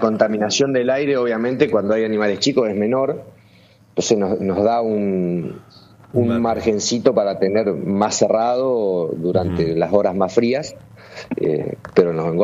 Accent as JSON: {"language": "Spanish", "country": "Argentina"}